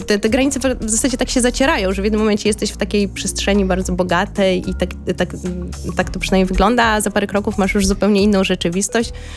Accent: Warsaw, Masovian Voivodeship, Poland

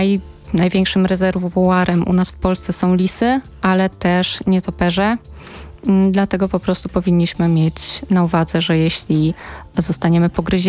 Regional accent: Masovian Voivodeship, Poland; u nas na Mazowszu

